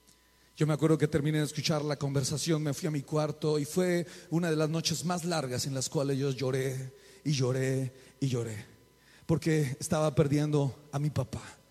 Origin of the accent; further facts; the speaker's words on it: Colombia; moved away; yo vengo de Colombia